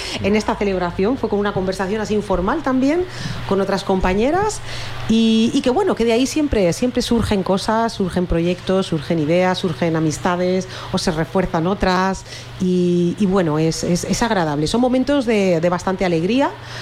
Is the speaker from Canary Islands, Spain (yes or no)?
no; Valencia, Valencian Community, Spain; now in Valencia, Spain; Yo soy de Benimaclet. Bueno, nací ahí, me tuve que ir. Sí, me tuve que ir a un barrio cercano por lo mismo. Por la gentrificación, sí.